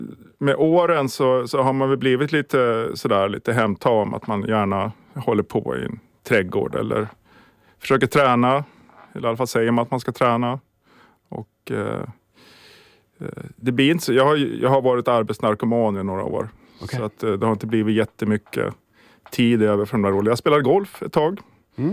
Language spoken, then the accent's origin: Swedish; Sala, Västmanland County, Sweden; moved away as an adult; also born or lived in Västerås / Stockholm / Åland; Jag är född och uppvuxen i Sala. Sen har jag bott i Västerås. Och sen är jag sommarålänning har jag varit då. Så att, men nu har jag flyttat tillbaka till Sala